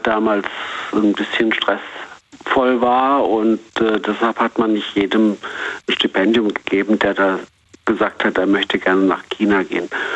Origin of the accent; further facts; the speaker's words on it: Zwingenberg, Baden-Württemberg, Germany; moved away as an adult; also born or lived in Beijing; Ich komme komme aus Zwingenberg im Neckartal und war 40 Jahre in Peking und war relativ gute Zeit. Und ich bin aber auch wieder froh, in Deutschland zu sein.